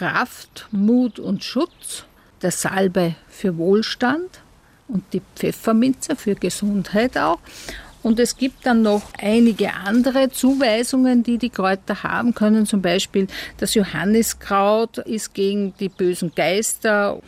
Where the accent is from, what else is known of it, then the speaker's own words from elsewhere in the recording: Upper Austria, Austria; Bei uns im Westen Oberösterreichs, in Bayern und in Tirol, heißen die 30 Tage ab dem 15. August, also ab Maria Himmelfahrt, Frauen-30er.